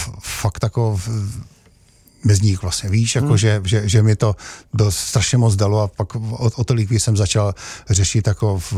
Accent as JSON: {"language": "Czech", "town": "Šahy", "region": "Nitra Region", "country": "Slovakia", "tie": "born or raised there", "also_born_or_lived": "Šaľa, Slovakia", "moved": "yes", "said": "já jsem se narodil v Šale, bydleli jsme tam 3 roky a rodiče pak se odstěhovali do Šahy, je to hraniční přejezd, je to 60 kilometrů do Pešti"}